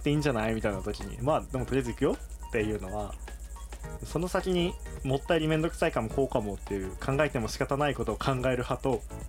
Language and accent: Japanese; Kitahiroshima, Hokkaido, Japan; 僕らはこう大曲の出身なので